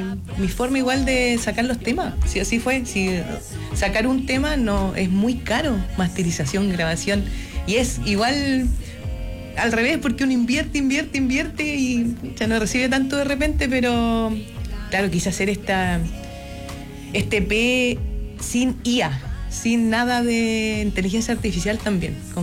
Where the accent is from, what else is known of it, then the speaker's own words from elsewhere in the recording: Chile Chico, Aysén, Chile; yo soy de Chile Chico, soy de allá, de la estepa, roca, coirón, bosque más o menos.